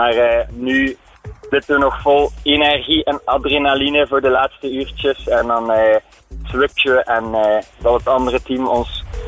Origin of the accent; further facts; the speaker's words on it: Belgium; Ja, inderdaad. Wij zijn van België.